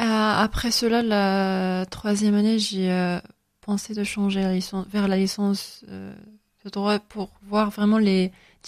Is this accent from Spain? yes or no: yes; Tarragona, Catalonia, Spain; French is a second language; moved away; Ah, de Tarragone. Oui, je suis née en Tarragone en 2001. Et après, là-bas, j'ai fait des études dans un village qui s'appelle El Morell.